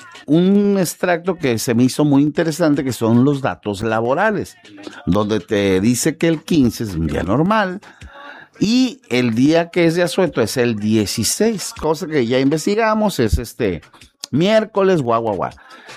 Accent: Mexico

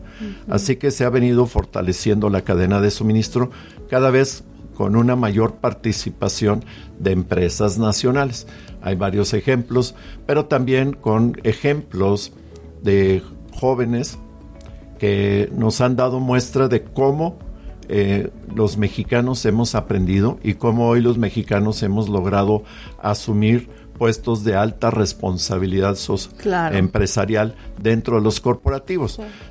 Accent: Mexico; El 98% somos, ay, canijo, mexicanos.

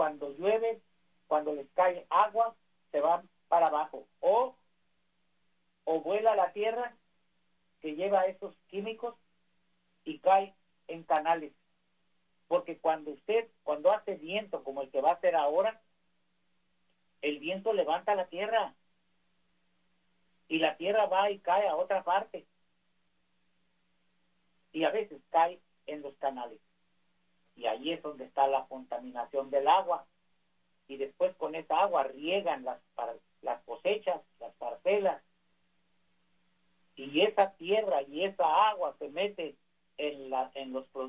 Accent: Mexicali, Baja California, Mexico; born there; moved away; yo nací en Mexicali, pero yo creo que me moví antes de que se creara esa colonia

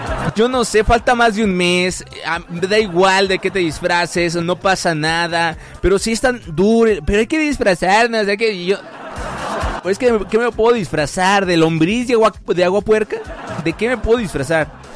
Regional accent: Mexico

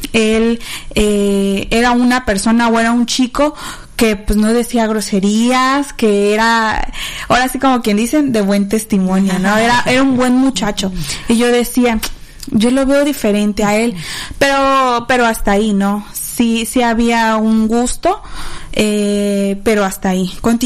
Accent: Veracruz, Mexico; moved away as an adult; Yo soy de Veracruz, entonces me vine a estudiar acá.

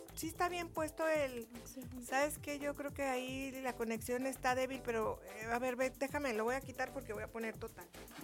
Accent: Mexico; soy mexicana

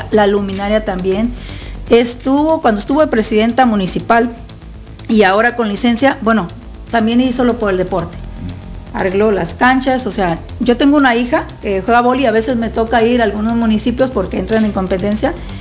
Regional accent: Colima, Mexico; yo soy del municipio de Colima

